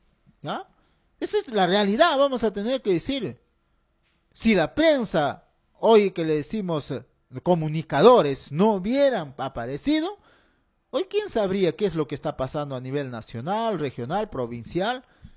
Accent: Junín, Peru; moved away; also born or lived in Ricrán, Jauja, Junín; mi centro poblado donde me vio crecer, centro poblado Unión Autiqui

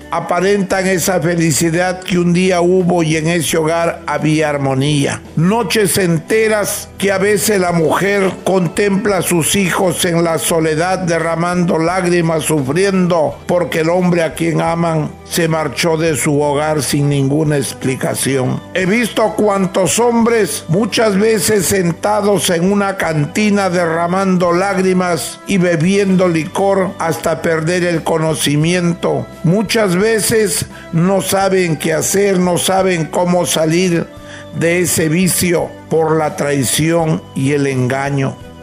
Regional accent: northern Peru, Peru

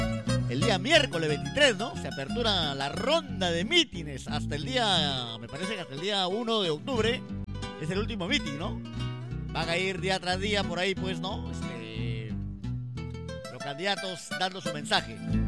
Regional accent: Pacora, Lambayeque, Peru; distrito de Pacora, mi tierra

